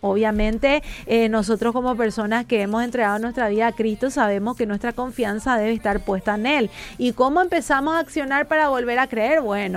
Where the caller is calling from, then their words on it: Villa Elisa, Central, Paraguay; de Villa Elisa.